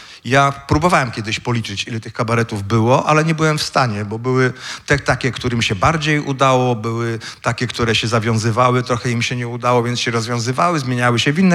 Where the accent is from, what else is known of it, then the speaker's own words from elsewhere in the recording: Lubin, Lower Silesian Voivodeship, Poland; bo ja w ogóle nie jestem z Zielonej Góry. Ja wagarowałem w Lubinie.